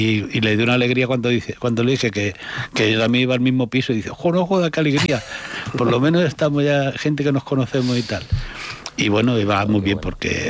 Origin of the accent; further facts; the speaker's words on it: Morón de la Frontera, Andalusia, Spain; Yo soy de Sevilla, de Morón de la Frontera.